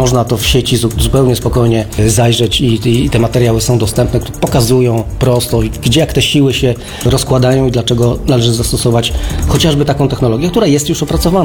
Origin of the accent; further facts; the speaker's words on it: Wrocław, Lower Silesian Voivodeship, Poland; jako wrocławianin